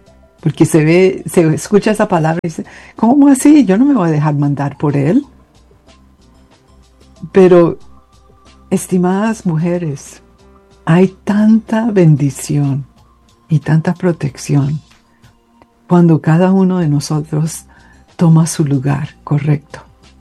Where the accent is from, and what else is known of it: Colombia